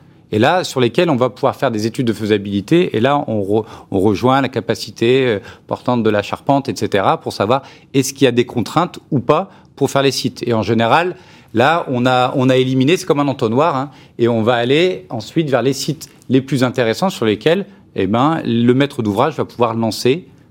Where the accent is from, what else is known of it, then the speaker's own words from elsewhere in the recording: Chambéry, Auvergne-Rhône-Alpes, France; Moi, je viens de Chambéry, il y a pas mal d'endroits qui sont quand même ombrés par les montagnes